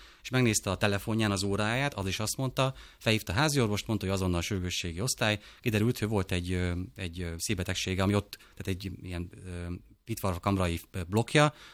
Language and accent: Hungarian; Szabolcs-Szatmár-Bereg, Hungary; én Szabolcsi vagyok